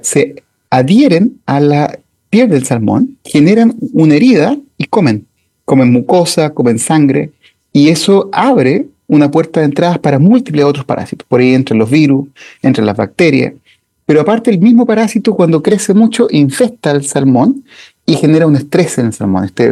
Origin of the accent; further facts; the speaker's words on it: Chile; moved away as an adult; now in Hamburg, Germany; somos los chilenos